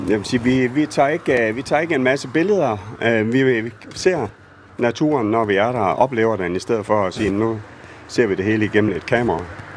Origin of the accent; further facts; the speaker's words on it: North Denmark Region, Denmark; Jeg kommer fra Nordjylland, så det er måske ikke den helt rigtige at spørge.